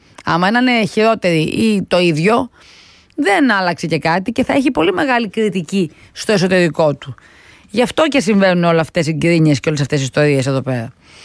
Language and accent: Greek; Lefkada, Ionian Islands, Greece; Σήμερα και αύριο γιορτάζει το νησί μου, η πατρίδα μου, η Λευκάδα.